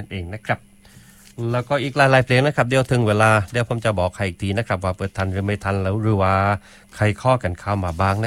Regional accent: Chumphon, Thailand

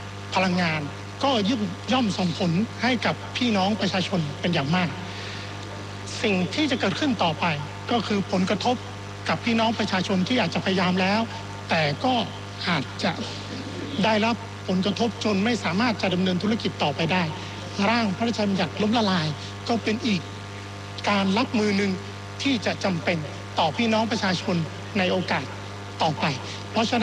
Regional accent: Chiang Rai, Thailand; ผมมาจากจังหวัดเชียงราย

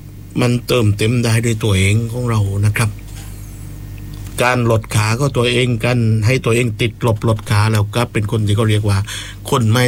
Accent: Southern Thailand, Thailand; สำหรับเราภาคใต้คนใต้ที่ไม่ลืมความเป็นคนใต้ของเรานะครับ

